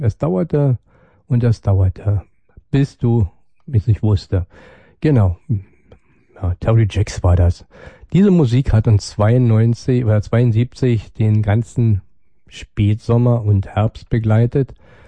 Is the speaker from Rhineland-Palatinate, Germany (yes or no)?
no; Brandenburg, Germany; wie wir als Brandenburger ja das auch anders sehen